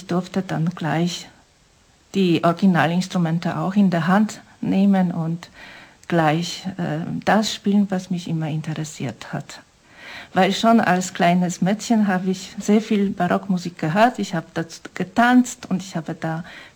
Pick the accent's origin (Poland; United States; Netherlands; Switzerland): Poland; Kraków, Lesser Poland; moved away as an adult; also born or lived in Vienna, Austria; now in Styria, Austria; ich bin in Polen geboren, in Krakau